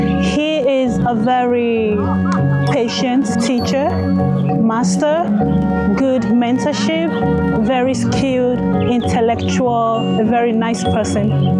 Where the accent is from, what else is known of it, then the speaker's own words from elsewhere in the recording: Nigeria; now in China; I'm from Nigeria, and I've been in China for 11 years.